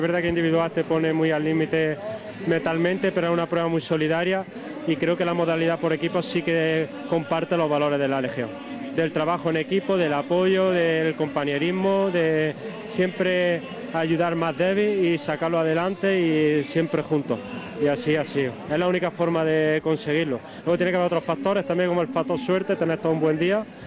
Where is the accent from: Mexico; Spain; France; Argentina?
Spain; Andalusia; Somos de Bermad, de un pueblo de la provincia de Jaén. Tenemos un club de atletismo allí y decidimos este año venir a intentarlo. Así que, pueblo pequeñito, de unos 2.600 habitantes.